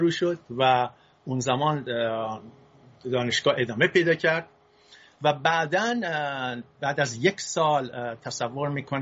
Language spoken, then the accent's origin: Persian; Isfahan, Iran; also born or lived in Fasa; من تو سال 1337 در شهر فسا متولد شدم، یکی از شهرهای استان فارس. پدرم کارمند بانک بود و بعد از یکی دو سال هم شد رفت تهران. یکی دو سال پدرم توی تهران بود و بعد اومد به اصفهان